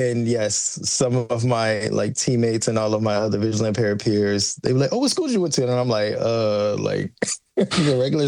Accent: Georgia, United States; growing up in Georgia, like we have woods, a lot of woods everywhere.

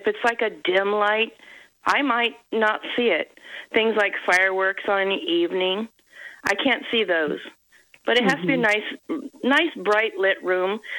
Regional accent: Iowa City, Iowa, United States; moved away as an adult; now in Missouri, United States; I was born in Iowa City, Iowa, a long time ago. And then I moved to Missouri in, 2005.

